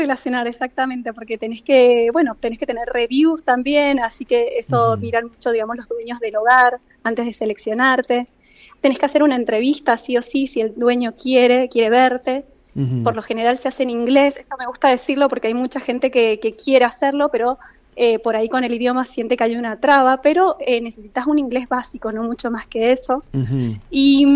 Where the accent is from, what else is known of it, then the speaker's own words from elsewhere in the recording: Argentina; A mí les digo que soy argentina, me dicen …, no, sí.